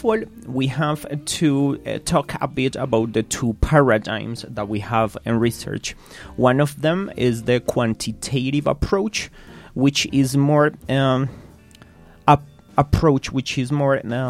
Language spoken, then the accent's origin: English; Medellín, Antioquia, Colombia